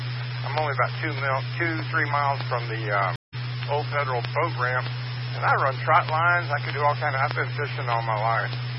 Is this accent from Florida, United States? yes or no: yes; Florida, United States; moved away; Growing up in South Florida, I'm still not a winter person